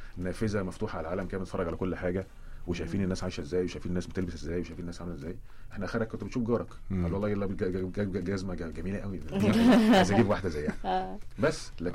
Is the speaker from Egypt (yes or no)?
yes; Egypt; احنا مصريين يعني